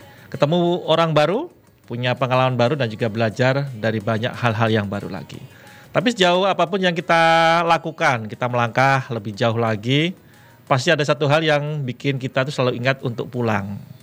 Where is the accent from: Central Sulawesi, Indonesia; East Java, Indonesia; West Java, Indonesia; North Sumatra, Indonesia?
East Java, Indonesia; Madiun; born there; Ini kota saya, kota lahir saya gitu ya. Tempat kita bekerja di sini.